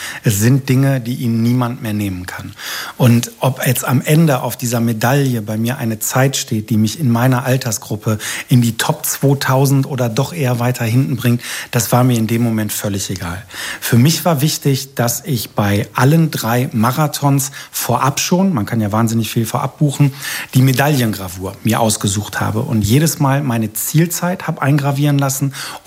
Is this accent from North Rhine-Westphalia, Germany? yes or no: yes; Düsseldorf, North Rhine-Westphalia, Germany; der dritte in meiner Heimatstadt Düsseldorf.